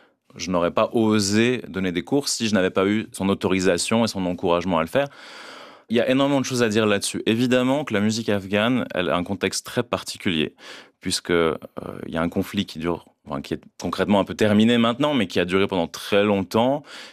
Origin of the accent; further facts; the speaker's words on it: Switzerland; born there; quand moi je suis né en Suisse